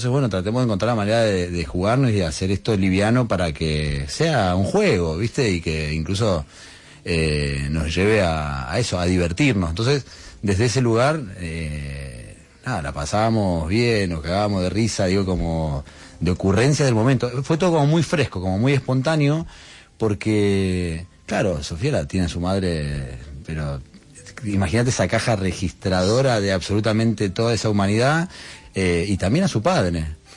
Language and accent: Spanish; Mendoza, Argentina; now in Buenos Aires, Argentina; cuando me vine a vivir acá a Buenos Aires, que soy de Mendoza